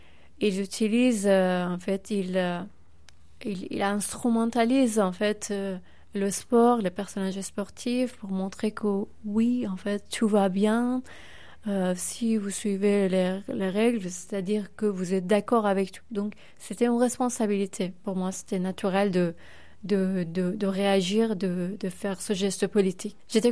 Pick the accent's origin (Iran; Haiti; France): Iran; Ma première fois que je suis sortie de l'Iran, j'avais seulement 8 ans et demi. Mon premier voyage, c'était en Espagne. Déjà à l'aéroport, j'ai compris que en Iran, on vit complètement, nos vies sont différentes.